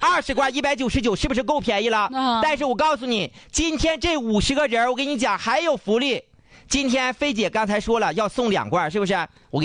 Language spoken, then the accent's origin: Chinese; Dalian, Liaoning, China; 我们大连人都爱戴，